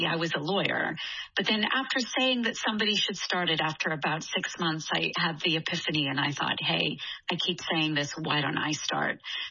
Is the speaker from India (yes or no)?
no; Vancouver, British Columbia, Canada; now in Hong Kong; Vancouver, my hometown